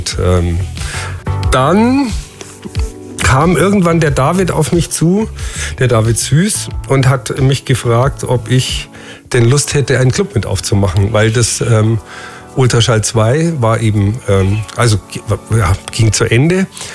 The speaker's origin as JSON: {"language": "German", "region": "Bavaria", "country": "Germany", "said": "Also ich komme aus dem Land, aus dem Nürnberger Land und unsere Gemeinde hatte da so ein Pfarrhaus oder ein Gemeindehaus und da haben wir den Keller zur Verfügung bekommen. Da war ich 14"}